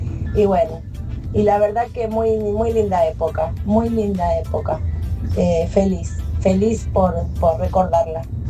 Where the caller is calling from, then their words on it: Loma del Mirador, Buenos Aires Province, Argentina; de Loma del Mirador. Y en la época de los 80, precisamente en el año 82, yo andaba más o menos teniendo 12 años